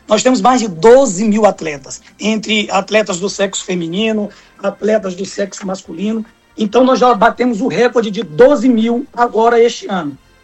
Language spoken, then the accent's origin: Portuguese; Northeast Region, Brazil; Os nossos irmãos do Norte vão me perdoar nessa aí, mas eu sou nordestino, né?